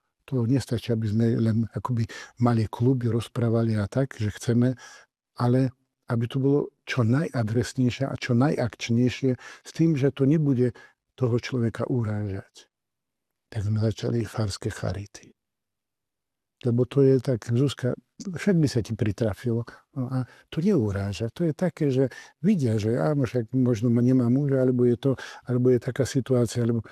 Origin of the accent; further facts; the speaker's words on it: Vrútky, Žilina Region, Slovakia; born there; tam vo Vrútka sme boli Oravci.